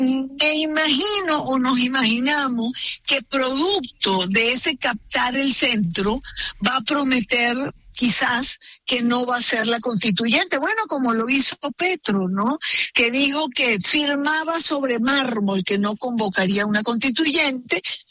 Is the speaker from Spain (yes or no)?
no; Venezuela; moved away as an adult; now in Colombia; yo soy venezolana, soy hoy en día colombo venezolana, porque ya tengo la nacionalidad colombiana después de 17 años, pero yo tuve que salir de mi país precisamente por efectos de lo que fue la revolución bolivariana.